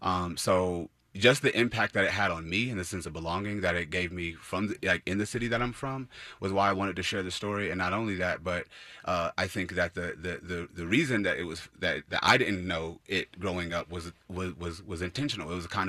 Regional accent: Indianapolis, Indiana, United States; I grew up in Indianapolis

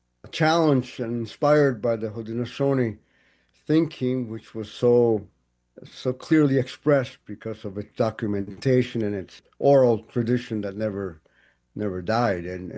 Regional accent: Camagüey, Cuba; moved away; I'm from Camagüey. Our families were traditionally Guajiro people, illiterate peasantry, it would be called at the time, campesino

